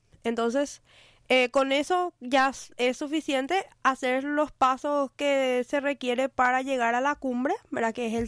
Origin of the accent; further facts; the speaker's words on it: Asunción, Paraguay; moved away; yo soy del Bañado Sur, ¿verdad? Actualmente no estoy viviendo ahí, pero siempre mi corazón quedó ahí